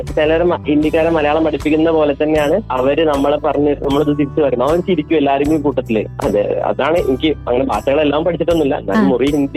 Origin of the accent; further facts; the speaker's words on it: Kerala, India; ഞാൻ കേരളത്തിൽ നിന്നാണ് വരുന്നത്